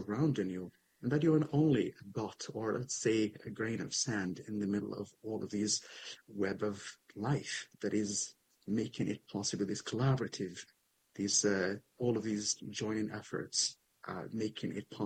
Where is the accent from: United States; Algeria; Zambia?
Algeria; Tindouf Province; growing up in a refugee camp and still living in it